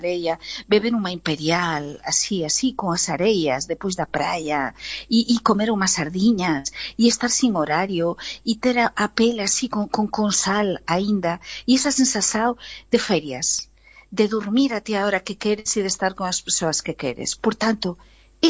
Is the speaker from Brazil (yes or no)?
no; Spain; Portuguese is a second language; now in Portugal; eu como espanhola e como europeia